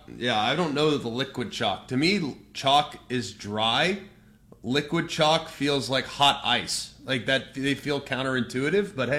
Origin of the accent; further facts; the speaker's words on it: Texas, United States; I'm from Texas.